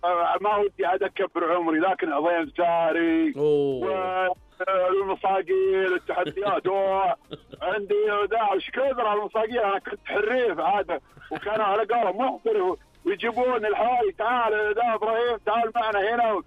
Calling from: Riyadh Province, Saudi Arabia; أنا من محافظات منطقة الرياض.

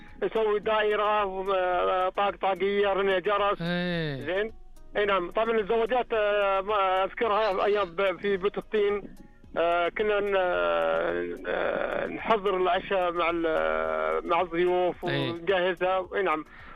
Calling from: Al-Kharj, Riyadh Province, Saudi Arabia; من الخرج اكلمك

